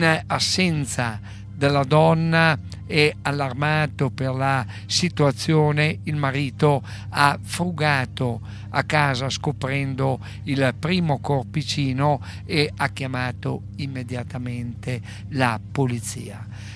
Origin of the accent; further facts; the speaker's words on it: Emilia-Romagna, Italy; essendo un emiliano romagnolo